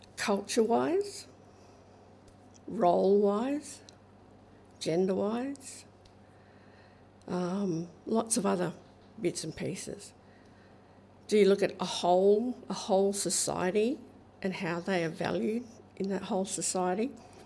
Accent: Geraldton, Western Australia, Australia; born there; also born or lived in Noongar country, Western Australia; Now, I'm not Yamaji, I come from Noongar country. But I was born here, so I'm a Yemiji in that way.

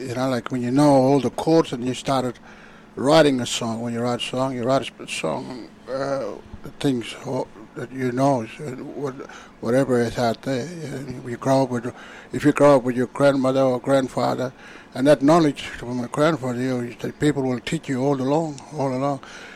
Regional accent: Alice Springs, Northern Territory, Australia; also born or lived in Docker River; So born and bred in Alice Spring

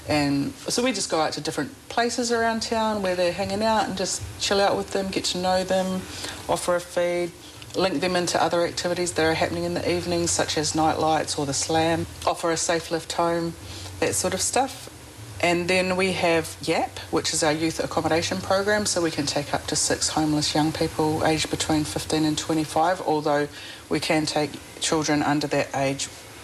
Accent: North Island, Taranaki, New Zealand; moved away as an adult; now in Port Hedland, Australia; I'm originally from New Zealand, just in case you can't tell. Grew up in a small town called Taranaki, mm-hmm. Back in the North Island of New Zealand. Māori father, Pākehā mother, three brothers, three sisters

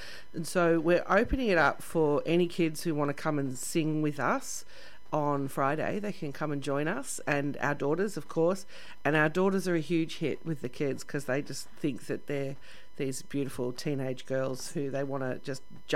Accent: Bendigo, Victoria, Australia; now in Ballarat, Australia; I was born and raised in Bendigo and not far from Ballarat down south. And then found my way to Ballarat where I started working as a musician from the age of about 16.

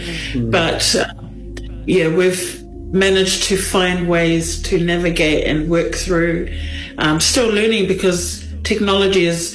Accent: Lower Hutt, Wellington, New Zealand; moved away; I'm also Aotearoa born and bred in the Hutt Valley of Wellington.

